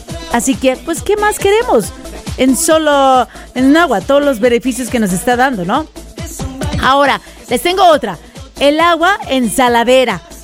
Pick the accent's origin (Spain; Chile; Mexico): Mexico; Mazatlán, Sinaloa; hemos alcanzado tan solo en mi tierra, en Mazatlán, Sinaloa, unas temperaturas